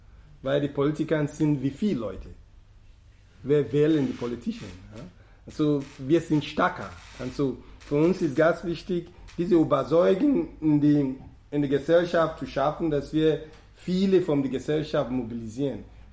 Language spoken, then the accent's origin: German; Nigeria; born there; German is a second language; Nigeria ist ein Land, wo ich geboren bin. Ich kenne die Struktur, ich kenne das System.